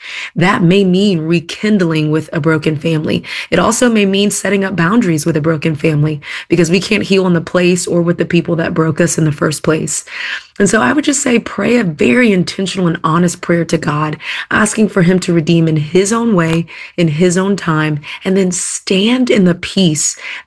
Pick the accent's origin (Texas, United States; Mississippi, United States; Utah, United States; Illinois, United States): Texas, United States; now in Atlanta, United States; I'm from Texas originally, and I moved to Atlanta, Georgia, maybe 14 years ago.